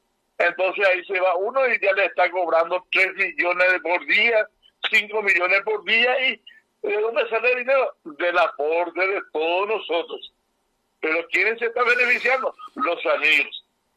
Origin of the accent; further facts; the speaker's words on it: Paraguay; Y yo soy paraguayo, usted es paraguayo.